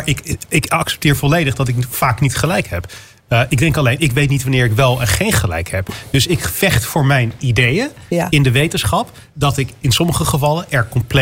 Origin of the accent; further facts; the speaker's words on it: North Brabant, Netherlands; Maar ik ben in Brabant opgegroeid.